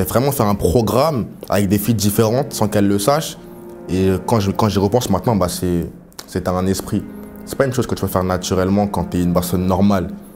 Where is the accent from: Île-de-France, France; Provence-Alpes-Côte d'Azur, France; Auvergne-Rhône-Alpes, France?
Île-de-France, France; Paris; J'ai grandi à Paris avec ma mère et pas mon père